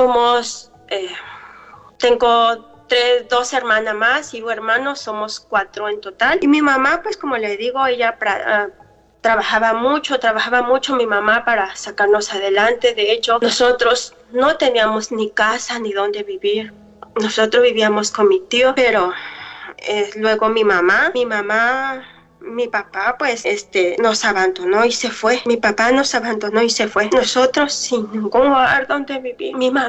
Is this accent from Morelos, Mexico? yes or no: no; Chitumacla, Guerrero, Mexico; now in Arkansas, United States; Yo soy de aquí, de la comunidad de Arkansas, pero yo vengo de México, Guerrero. Vengo de un pueblito llamado Chitumacla